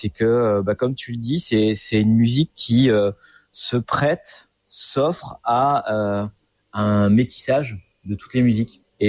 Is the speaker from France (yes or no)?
yes; Brittany, France; Je suis breton d'origine, donc je suis un peu chauvin aussi.